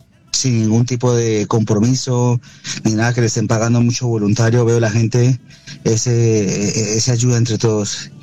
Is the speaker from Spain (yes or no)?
no; Colombia; qué alegre me siento ser colombiano